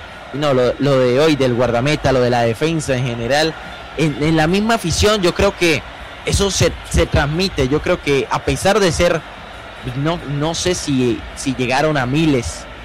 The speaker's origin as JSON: {"language": "Spanish", "country": "Colombia", "said": "como colombiano, como periodista"}